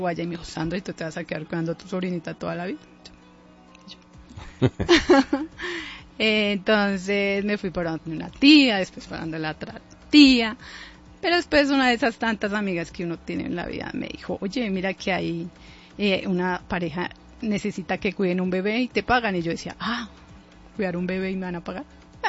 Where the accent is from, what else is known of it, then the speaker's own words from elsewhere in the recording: Bogotá, Colombia; born there; also born or lived in Garagoa, Boyacá; me trajeron acá a Bogotá cuando tenía 3 añitos.